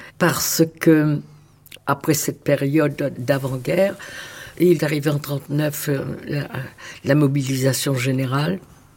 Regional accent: Pont-de-Nieppe, Hauts-de-France, France; born there; Au Pont-de-Nieppe.

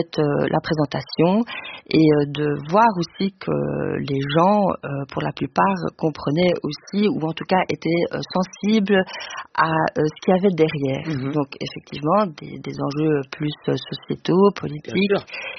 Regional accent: Luxembourg; moved away as an adult; also born or lived in Brussels, Belgium; Je suis née à Bruxelles, d'une mère espagnole, d'un père belge. Ensuite, j'ai grandi au Grand Duché de Luxembourg et j'y ai vécu jusqu'à mes 18 ans.

